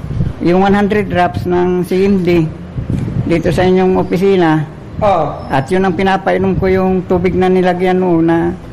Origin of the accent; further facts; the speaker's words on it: Lopez, Calabarzon, Philippines; Taga Rizal Poblacion, Lopez Quezon.